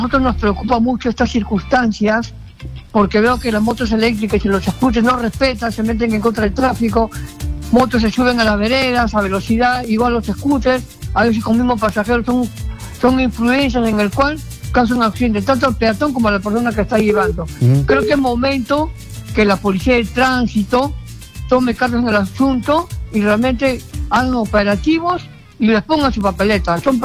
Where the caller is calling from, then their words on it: Lima, Peru; Llamo de San Miguel